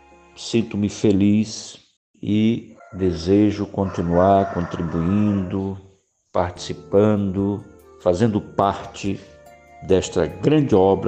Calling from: Viana, Maranhão, Brazil; Eu moro em Viana, eu sou de Viana … de Viana, no Maranhão.

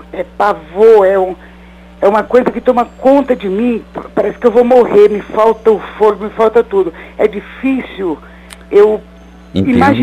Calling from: São Paulo, Brazil; Eu falo de São Paulo.

